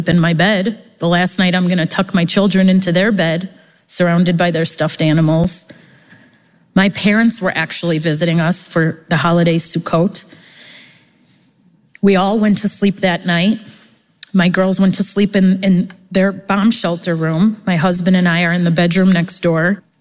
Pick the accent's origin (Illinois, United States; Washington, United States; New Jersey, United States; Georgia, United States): Illinois, United States; Chicago; now in Israel; Growing up in Chicago, we had snow days. Living in the South, you have rocket days.